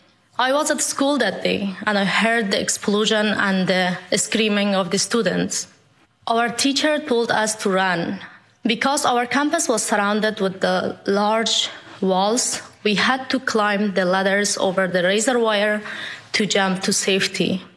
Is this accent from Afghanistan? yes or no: yes; Afghanistan; I have never met my grandfather, but growing up in Afghanistan, I remember listening to stories about his passion to medicine and how an amazing doctor he was.